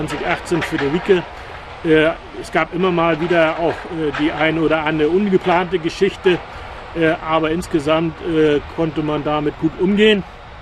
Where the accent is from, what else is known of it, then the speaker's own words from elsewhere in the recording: Mecklenburg-Vorpommern, Germany; moved away as an adult; also born or lived in Gardelegen / Oberharz; now in Sangerhausen, Germany; gebürtig bin ich Mecklenburger, an der Ostseeküste aufgewachsen, vor den Toren von Lübeck geboren, aber auf mecklenburgischer Seite. Manche sagen auf falscher Seite.